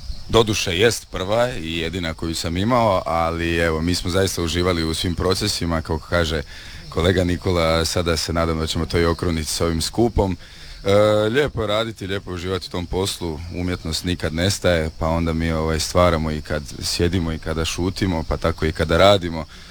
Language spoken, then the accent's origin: Croatian; Slavonia, Croatia; mi smo iz Slavonije, mi nismo navikli na more